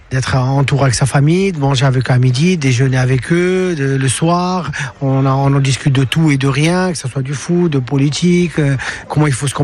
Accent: France; je suis comme tout le monde, je suis français, citoyen

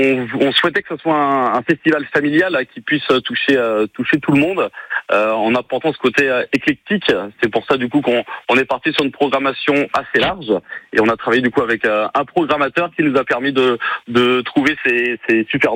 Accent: Pays de la Loire, France; Nous sommes cinq amis d'enfance. On a grandi ensemble dans le pays de Ray.

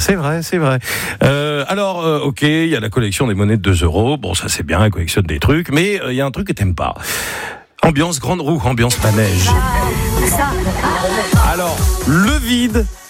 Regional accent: Auvergne-Rhône-Alpes, France; Je suis auvergnat, je te rappelle.

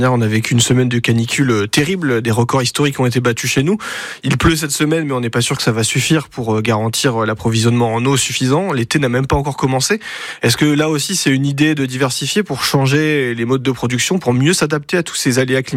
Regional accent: Nouvelle-Aquitaine, France; chez nous dans le Poitou

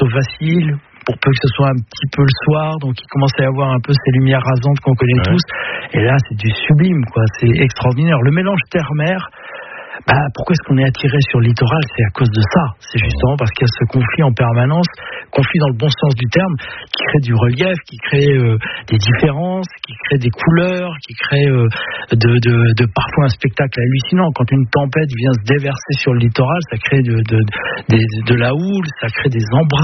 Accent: Brittany, France; je suis breton et puis je le ressens profondément. Donc voilà, de la vallée de la Ranzue derrière Saint-Malo.

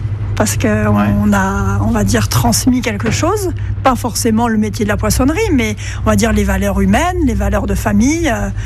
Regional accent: Brittany, France; Je suis bretonne à la base

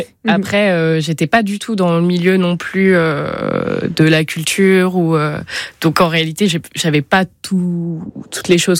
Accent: Pays de la Loire, France; now in Berry, France; je viens de Vendée, donc c'est un milieu très touristique.

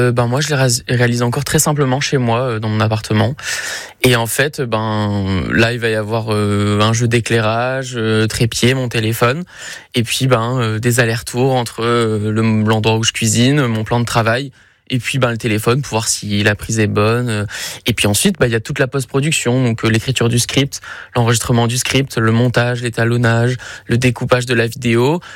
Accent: Nice, Provence-Alpes-Côte d'Azur, France; born there; now in Pays de Grasse, France; Moi, je suis très fier d'être d'ici. Je suis né à Nice, à Lanval.

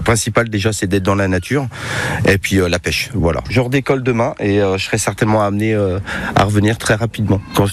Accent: Reims, Grand Est, France; Je suis de Reims, donc on n'est pas très loin.

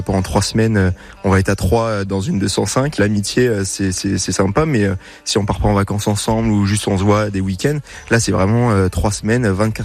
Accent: Centre-Val de Loire, France; D'Artagnan-sur-Indre.

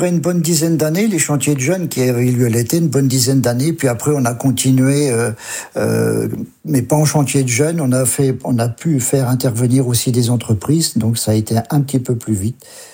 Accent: Rémilly, Bourgogne-Franche-Comté, France; Disons que je suis né à Rémilly et étant enfant, je venais souvent jouer dans les ruines du château de Montfort

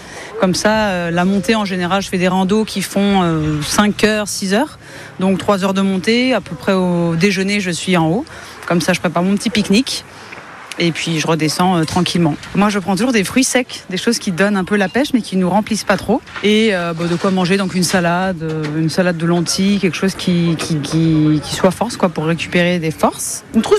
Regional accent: Hendaye, Nouvelle-Aquitaine, France; j'ai 39 ans, je viens d'Andaille et mon plaisir de l'été, c'est les randonnées. Et au Pays Basque, on est vraiment, il y en a partout.

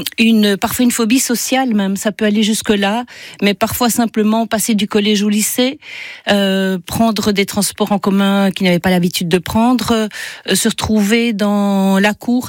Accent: Belgium; Alors, comme je vous l'ai dit, je suis belge, il faut me mettre les sous-titres pour Parcoursup.

